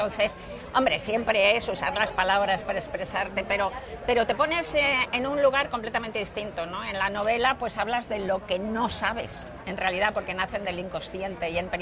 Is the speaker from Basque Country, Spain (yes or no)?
no; Madrid, Community of Madrid, Spain; soy de Madrid, y llevo 46 años firmando en la Feria del Libro